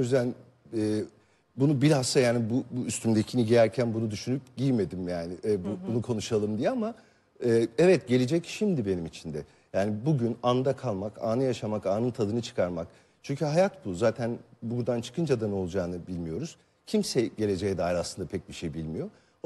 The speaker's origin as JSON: {"language": "Turkish", "town": "Kadıköy", "region": "Istanbul", "country": "Turkey", "tie": "born or raised there", "said": "Ben doğup büyüdüğüm yerde oturuyorum hala. Kadıköy'deyim, Kadıköylüyüm ve orayı çok seviyorum."}